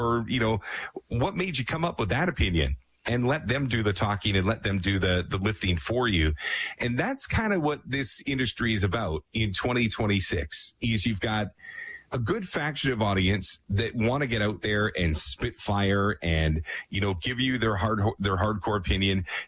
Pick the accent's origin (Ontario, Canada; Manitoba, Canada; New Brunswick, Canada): Ontario, Canada; Toronto; moved away as an adult; now in Vancouver, Canada; I was born and raised in Toronto, moved out to Vancouver when I was 20. So I still say I'm a Vancouverite now, but my sports allegiance still lie back east.